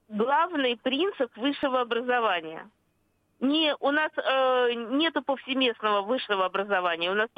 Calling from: Saint Petersburg, Russia; Я из Санкт-Петербурга.

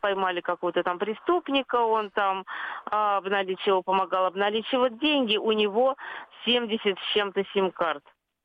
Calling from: Saint Petersburg, Russia; я из Санкт-Петербурга.

